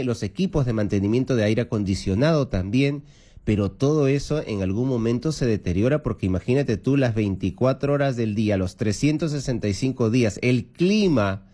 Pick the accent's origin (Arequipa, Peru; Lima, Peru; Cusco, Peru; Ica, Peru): Ica, Peru; moved away; Ica, en el sur de nuestro país, ahí donde tengo yo mi terruño